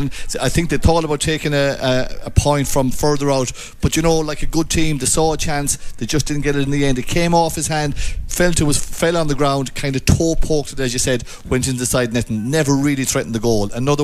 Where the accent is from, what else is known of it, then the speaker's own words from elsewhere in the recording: Mayo, Connacht, Ireland; we're from Mayo.